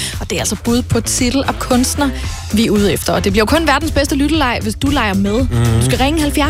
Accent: North Denmark Region, Denmark; det er sådan en nordjysk ting, at man kalder dem troldhekse.

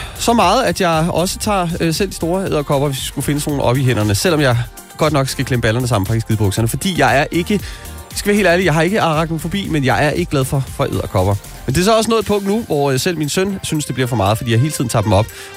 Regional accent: Region of Southern Denmark, Denmark; also born or lived in Copenhagen; Ja, vi flyttede dertil fra København, da jeg var cirka 5 år, og så boede jeg ellers dernede.

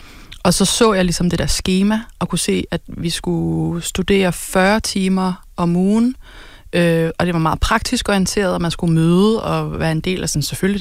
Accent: Farum, Capital Region of Denmark, Denmark; moved away; Jeg er fra Farum

